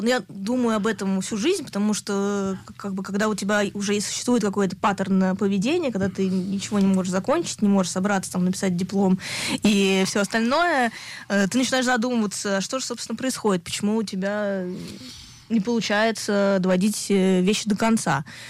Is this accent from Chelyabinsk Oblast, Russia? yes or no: no; Moscow, Russia; born there; Я родилась в Москве в 91 году.